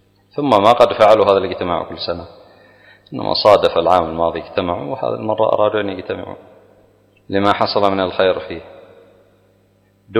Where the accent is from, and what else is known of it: Yemen